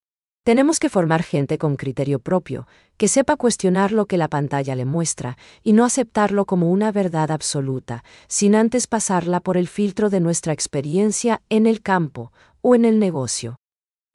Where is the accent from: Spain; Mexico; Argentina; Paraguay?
Paraguay; nosotros como paraguayos